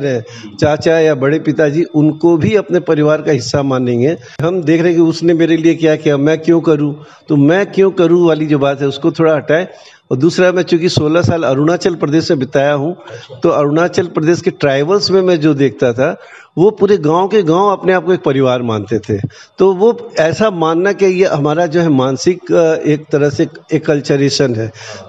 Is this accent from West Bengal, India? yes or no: yes; Kolkata, West Bengal, India; मैं तो पैदा हुआ पला बड़ा कलकत्ता में, लेकिन मूल मेरा बिहार है।